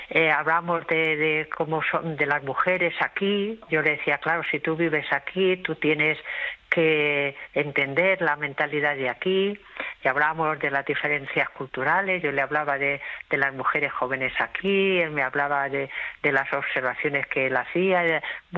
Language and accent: Spanish; Badalona, Catalonia, Spain